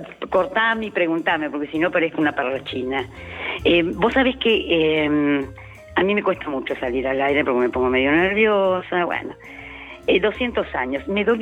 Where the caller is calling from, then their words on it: Lomas de Zamora, Buenos Aires Province, Argentina; yo vivo en Lomas, 2 cuadras de la estación.